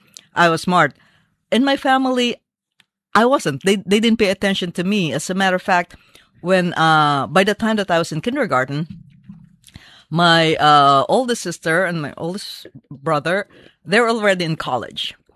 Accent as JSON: {"language": "English", "country": "Philippines", "tie": "born there", "said": "Yes, I was born in the Philippines."}